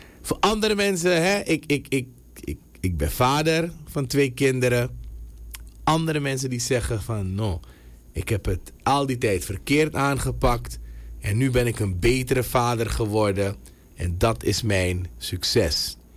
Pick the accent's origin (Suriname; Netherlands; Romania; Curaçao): Suriname; wij als Surinamers, wij als mensen.